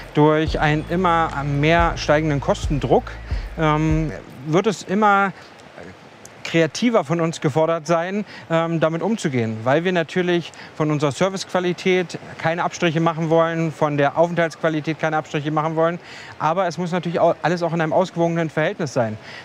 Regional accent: Berlin, Germany; moved away as an adult; also born or lived in Warsaw / Frankfurt; now in Usedom, Germany; Ich bin in einer Großstadt in Berlin aufgewachsen, habe 5 Jahre in Warschau gelebt und habe meine Ausbildung in Frankfurt gemacht. … ich bin 41 Jahre alt

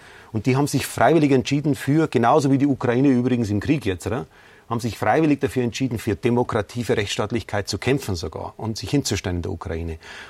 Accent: Bavaria, Germany; auf das möchte ich auch stolz sein als Bayer.

